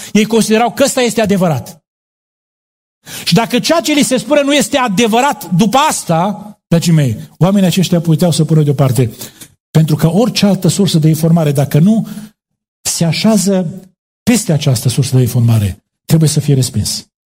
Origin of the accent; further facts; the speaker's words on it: Romania; Noi români avem de unde să mergem în sus, că suntem jos de tot.